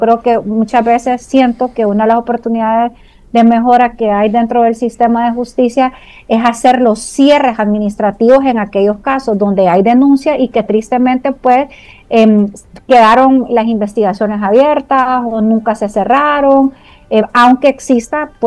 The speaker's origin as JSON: {"language": "Spanish", "country": "Honduras", "said": "como buenos hondureños y hondureñas"}